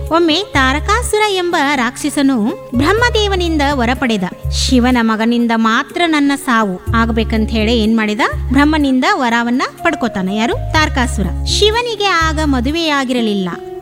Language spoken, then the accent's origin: Kannada; Belagavi, Karnataka, India; ಬೆಳಗಾವಿ ಅಂದ್ರೆ ನಾವು ಬೆಳಗಾವದವರು.